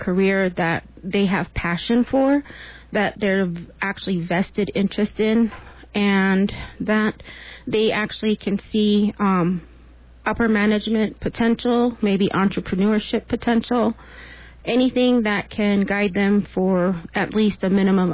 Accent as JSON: {"language": "English", "town": "Mishongnovi", "region": "Arizona", "country": "United States", "said": "I'm from the Pumpkin Clan from the village of Masangnavi."}